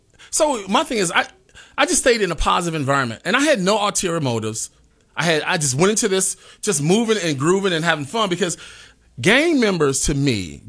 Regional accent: Chicago, Illinois, United States; growing up in Cabrini Green on the near north side

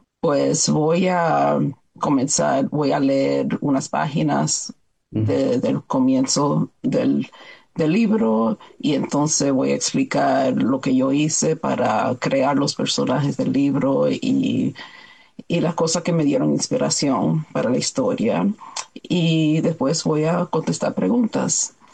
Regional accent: New York, United States; Y yo soy dominicana, yo soy nacida y criada en el vecindario de Washington Heights, en Nueva York.

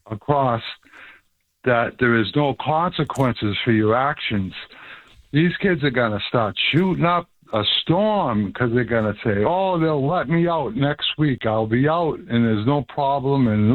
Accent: Boston, Massachusetts, United States; I grew up in South Boston

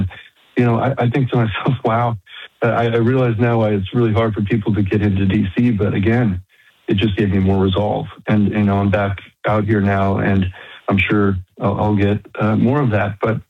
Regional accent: New York, United States; moved away as an adult; being a New Yorker coming into Houston

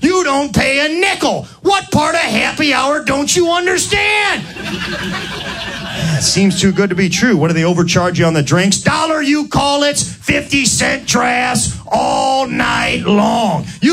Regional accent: St. Louis, Missouri, United States; Actually, I grew up here in St. Louis.

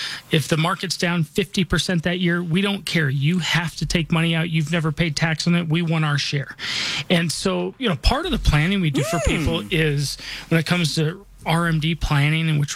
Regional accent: Denver, Colorado, United States; born or raised there

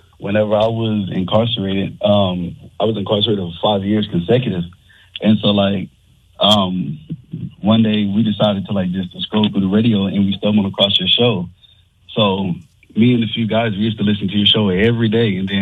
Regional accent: Arizona, United States; See, I'm from Arizona, but I was in Florida at a Coleman Federal Prison.

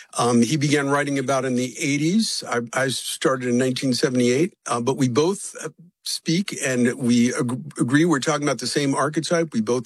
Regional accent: Bronx, New York, United States; And then when I grew up in the Bronx, I grew up listening to the Long John Nimble show

